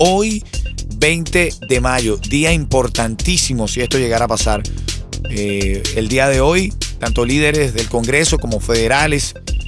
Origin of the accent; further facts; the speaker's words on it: Venezuela; En mi caso, como venezolano, quiero la libertad de Venezuela.